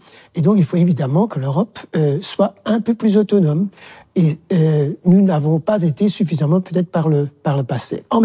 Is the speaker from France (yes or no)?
no; Luxembourg; chez nous à Luxembourg